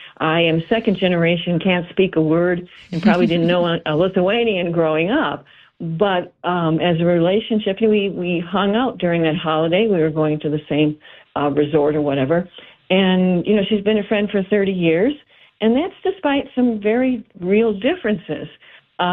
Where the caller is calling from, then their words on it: Chicago, Illinois, United States; I found out she was from Chicago, as I am.